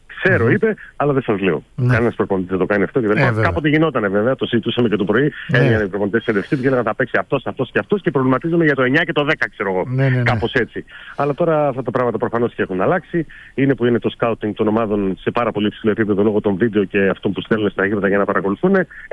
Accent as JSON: {"language": "Greek", "country": "Greece", "said": "ως Έλληνες"}